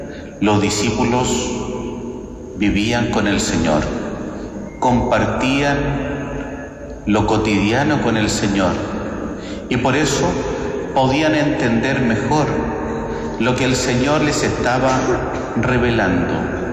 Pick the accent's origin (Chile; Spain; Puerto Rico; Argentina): Chile; Los demás somos de aquí de Chile, a lo más europeos del barrio Seminario nomás.